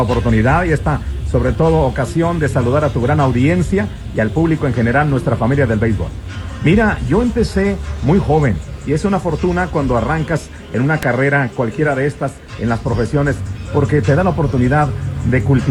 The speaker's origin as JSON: {"language": "Spanish", "town": "Tijuana", "region": "Baja California", "country": "Mexico", "tie": "born or raised there", "said": "crecimos en Tijuana con la influencia de los deportes americanos en San Diego. Era una vida muy diferente. Yo crecí en la década de los años 70"}